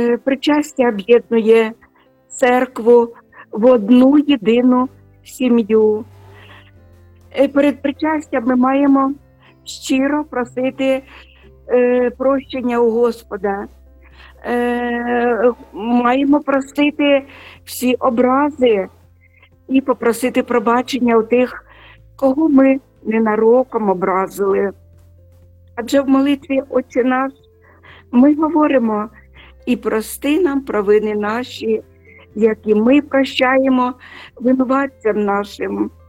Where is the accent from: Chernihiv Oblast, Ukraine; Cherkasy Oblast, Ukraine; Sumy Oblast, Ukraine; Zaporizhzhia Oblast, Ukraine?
Sumy Oblast, Ukraine; Sumy; я посилаю вітання в мої рідні Суми, на мою рідну Сумщину, в мою рідну церкву Різдва.